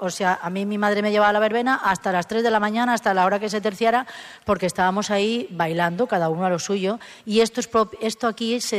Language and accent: Spanish; Catalonia, Spain; Porque venimos dels pastissos catalans, que jo le digo